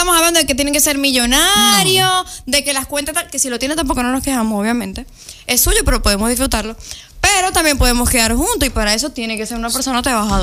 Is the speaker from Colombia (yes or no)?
no; Maracaibo, Zulia, Venezuela; Yo vengo de Maracaibo